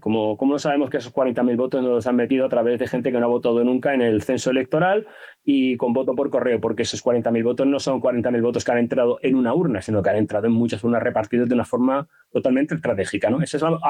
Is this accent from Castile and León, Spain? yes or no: no; Andalusia, Spain